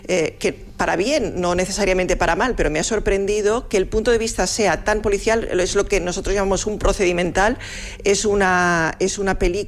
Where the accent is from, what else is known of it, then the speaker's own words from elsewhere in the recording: Seville, Andalusia, Spain; now in Barcelona, Spain; Yo también soy de Barcelona, bueno, soy sevillana, pero he sido en Barcelona desde hace muchos años